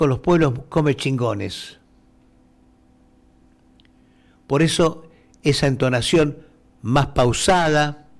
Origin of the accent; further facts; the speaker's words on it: La Plata, Buenos Aires Province, Argentina; Nosotros acá en La Plata no hablamos como el porteño.